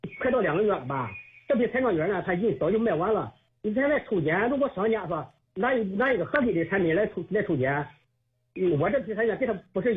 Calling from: Xuzhou, Jiangsu, China

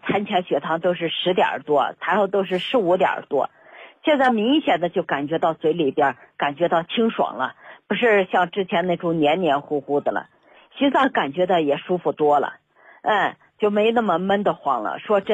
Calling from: Baoding, Hebei, China; 我是保定这边的。

